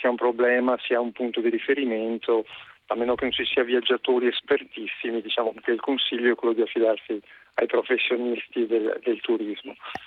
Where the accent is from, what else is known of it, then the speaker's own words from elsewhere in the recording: Veneto, Italy; la mia terra, faccio questa premessa, che è l'altopiano di Asiago, in provincia di Vicenza, terra meravigliosa, verde, con tanti paesini tranquilli dove stare al fresco